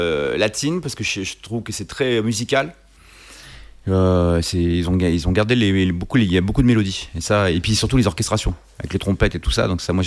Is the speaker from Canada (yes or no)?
no; France; moi je suis français